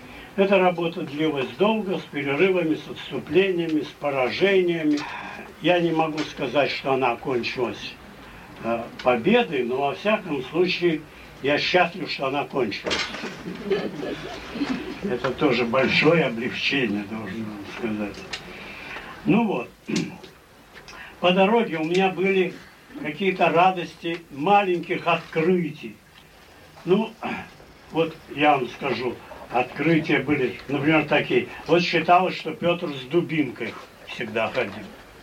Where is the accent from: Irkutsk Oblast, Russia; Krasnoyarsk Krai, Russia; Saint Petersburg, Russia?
Saint Petersburg, Russia; С детства мы все, питерцы, живем среди Петра. Живем с Петром.